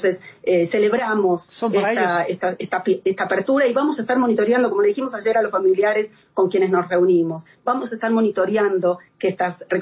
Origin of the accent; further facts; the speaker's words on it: Argentina; Vengo de Argentina